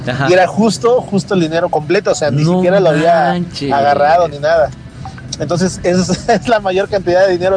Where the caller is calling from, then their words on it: Jiutepec, Morelos, Mexico; de Jutepec.